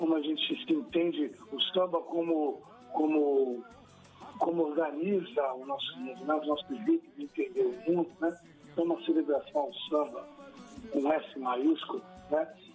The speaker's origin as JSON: {"language": "Portuguese", "region": "São Paulo", "country": "Brazil", "tie": "born there", "said": "ganhar dois sambas de redes da escola de São Bonito de Vila Maria, que é a escola do meu bairro, da onde eu nasci, né?"}